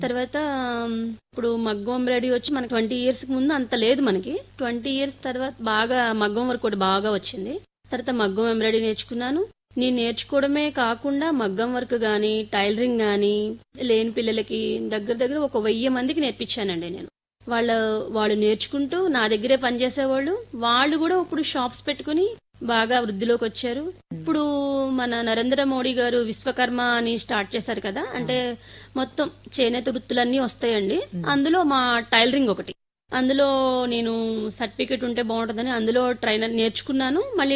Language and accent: Telugu; Eluru, Andhra Pradesh, India; అది మా ఊరు ఏలూరు పక్కన చదుమేళ్ళని ఒక 5 కిలోమీటర్స్ ఉండేది.